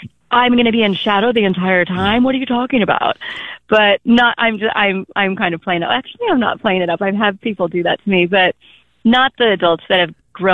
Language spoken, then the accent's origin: English; Iowa, United States; also born or lived in Denver; now in Montana, United States; I'm from the Midwest. I grew up in Iowa. No comment to Mr. Nebraska. And then I lived in Denver for 36 years